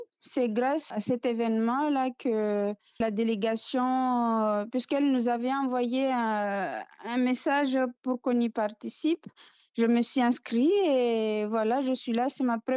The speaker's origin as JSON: {"language": "French", "country": "Mayotte", "said": "je suis de Mayotte. Je suis fonctionnaire département régional de Mayotte."}